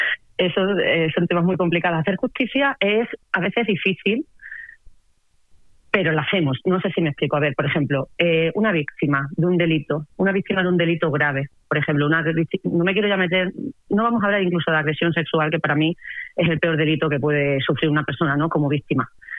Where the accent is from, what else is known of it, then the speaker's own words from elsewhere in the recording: Cáceres, Extremadura, Spain; Yo soy de Cáceres